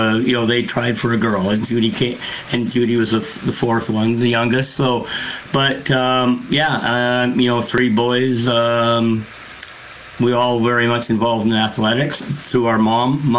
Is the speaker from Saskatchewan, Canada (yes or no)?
no; Port Coquitlam, British Columbia, Canada; where we grew up in Port Coquitlam, was no different than any other Canadian kid at the time.